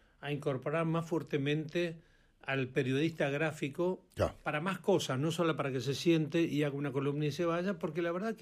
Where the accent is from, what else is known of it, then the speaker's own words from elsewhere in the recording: Puerto Deseado, Santa Cruz, Argentina; born there; Yo nací en Puerto Deseado porque era, para esto que te digo, si vos te corres de ahí hacia el Atlántico, llegás a Puerto Deseado, que en ese momento tenía como 4.000 habitantes.